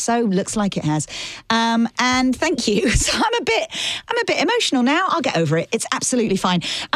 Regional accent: Aylesbury, South East England, United Kingdom; moved away as an adult; also born or lived in London; now in Nashville, United States; 18 years growing up in my hometown of Aylesbury in Buckinghamshire. 18 years in and around London, where I did university and then worked at the BBC.

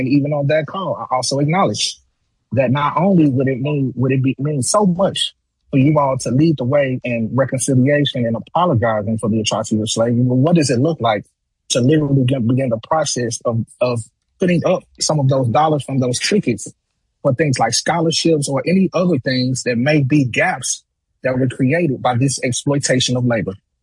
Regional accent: the South, United States; And being a Southerner, we know how much we acknowledge and revise the old South, right?

